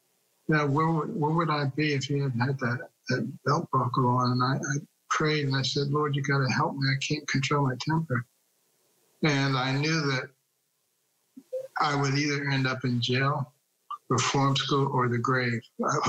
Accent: Detroit, Michigan, United States; born or raised there; also born or lived in Boston

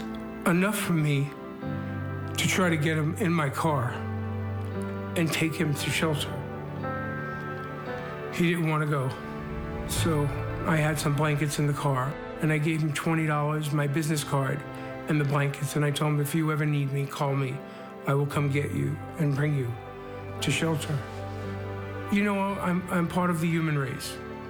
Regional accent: New York City, New York, United States; Growing up in Brooklyn, New York, we had no heat in our bedrooms.

